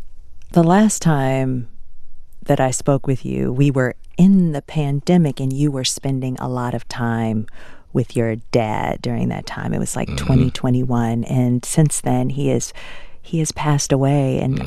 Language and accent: English; United States; it is something that everyone can sort of connect to, especially as an American here.